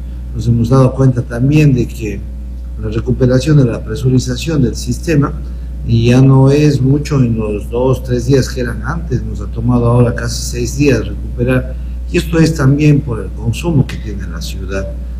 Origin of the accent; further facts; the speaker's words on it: Ecuador; a Ecuador y a los ecuatorianos no nos gusta nada fácil, nos gusta lo bien complicado.